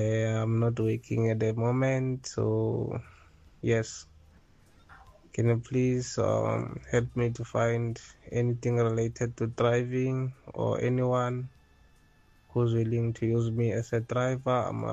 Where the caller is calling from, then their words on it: Mecklenburg, South Africa; I'm from Mecklenburg.